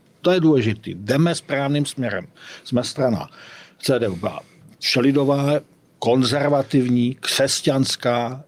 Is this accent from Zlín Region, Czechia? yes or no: no; Prostějov, Olomouc Region, Czechia; Já jsem taky z Prostějova.